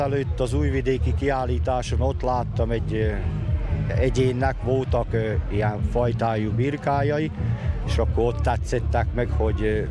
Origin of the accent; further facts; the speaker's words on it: France; a francia, meg ugye Franciaországból származom.